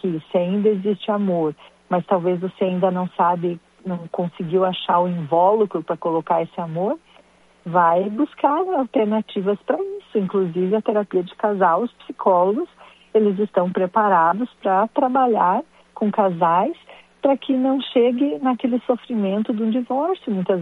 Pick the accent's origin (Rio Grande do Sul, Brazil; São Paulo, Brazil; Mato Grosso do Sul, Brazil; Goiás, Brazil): Rio Grande do Sul, Brazil; now in Curitiba, Brazil; sou gaúcha, mas sou psicóloga aqui no Paraná. Me formei aqui.